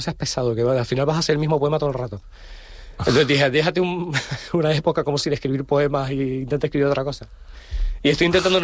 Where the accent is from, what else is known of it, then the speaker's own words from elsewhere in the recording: Santa Cruz de Tenerife, Canary Islands, Spain; yo que soy de Santa Cruz, sí, tenemos familia en La Perdoma